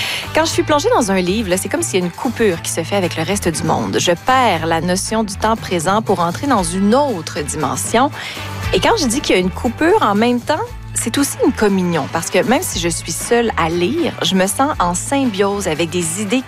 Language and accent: French; Joliette, Quebec, Canada; born there; Moi, je suis née à Joliette, dans un quartier résidentiel, avec une cour en asphalte, qui correspond en tout point à la définition d'un îlot de chaleur